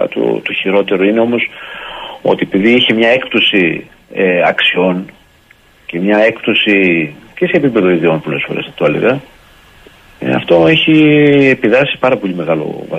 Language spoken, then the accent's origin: Greek; Tzoumerka, Epirus, Greece; λέμε στο χωριό μου, στην Ήπειρο, στα ορεινά και στα Τζουμέρκα τα ορεινά.